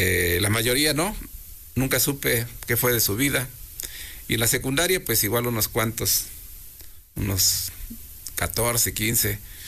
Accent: Izúcar de Matamoros, Puebla, Mexico; también traen muchos recuerdos maravillosos para los que somos de aquí de Izúcar

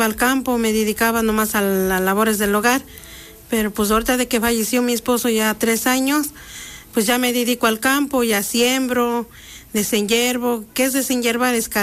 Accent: San Gregorio Zacapexpan, Puebla, Mexico; de San Gregorio Zacapexpan, San Pedro Cholula.

